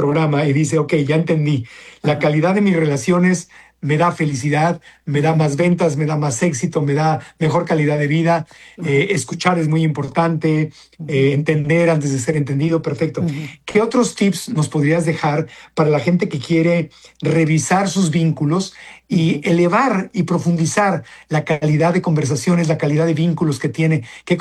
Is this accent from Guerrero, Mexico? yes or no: yes; Acapulco, Guerrero, Mexico; born or raised there